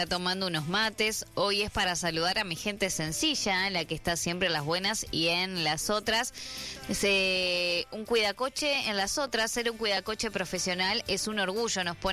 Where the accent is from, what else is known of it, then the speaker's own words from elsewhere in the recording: Montevideo, Uruguay; También de Montevideo, sí.